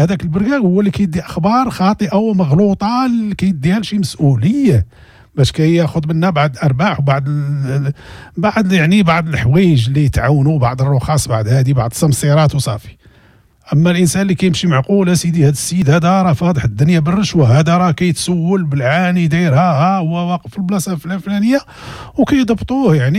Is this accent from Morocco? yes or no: yes; Morocco; أتكلم عن بلدي المغرب، حتى الدول العربية الأخرى